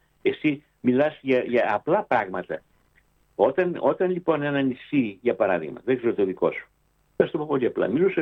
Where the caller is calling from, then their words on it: Greece; έχω δικαίωμα να τις επικρίνω σαν Έλληνας πολίτης.